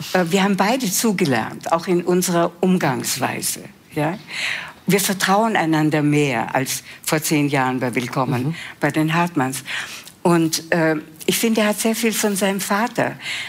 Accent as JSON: {"language": "German", "region": "Vienna", "country": "Austria", "said": "Ich bin ja Wienerin und ich habe mir meine wienerische Großmutter ins Haus geholt, also meine wienerische Mutter."}